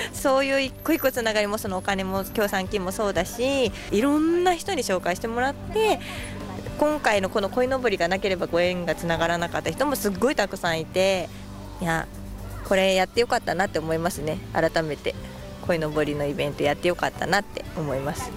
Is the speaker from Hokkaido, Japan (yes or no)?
no; Koga, Ibaraki, Japan; 私が古河生まれ古河育ちなんですけど